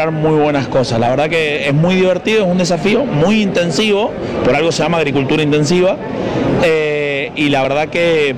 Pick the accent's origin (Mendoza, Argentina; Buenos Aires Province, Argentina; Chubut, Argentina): Mendoza, Argentina; accent: Mendoza tonada; also born or lived in Villa Mercedes, San Luis; soy de Mendoza, la tonada Acusa. Agrónomo recibido en Villa Mercedes San Luis, en Pampa Húmeda, en el año 2010, y volví a trabajar a Mendoza en el 17